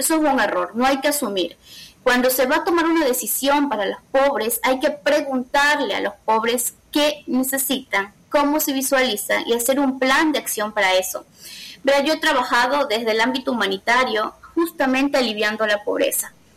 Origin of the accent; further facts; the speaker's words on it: Guayaquil, Guayas, Ecuador; yo vengo de una familia de muy humilde. Yo crecí en Guayaquil, en la 25 y el Oro, en la escuelita 25 y el Oro, y vivía en la 21 y el Oro. Estamos en el Estero Salado.